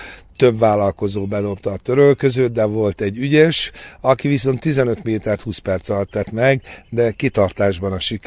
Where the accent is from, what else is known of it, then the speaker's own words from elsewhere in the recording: Dámóc, Borsod-Abaúj-Zemplén, Hungary; annak idején a kert alján volt az országhatár szülőfalomba, Dámócon